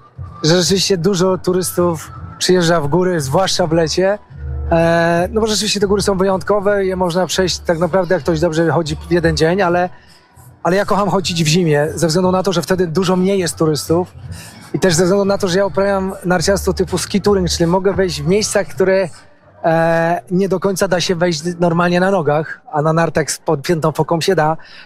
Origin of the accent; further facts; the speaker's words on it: southern Poland, Poland; accent: góral (highlander) / southern; po moim akcencie, nawet pomimo tego, że mówię językiem literackim polskim, od razu będą wiedzieli, skąd jestem. Że jestem jednak gość z południa, a nie z północy.